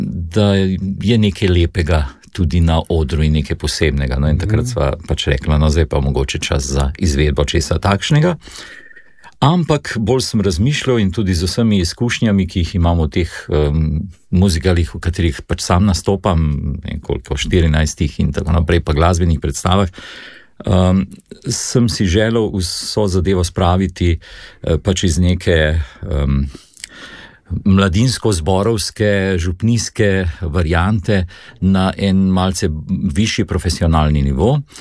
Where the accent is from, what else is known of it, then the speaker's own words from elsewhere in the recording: Ljubljana, Central Slovenia, Slovenia; Torej sam sem iz Viške župnije, župnija sicer svetega Antona Padovanskega, torej frančiškanska župnija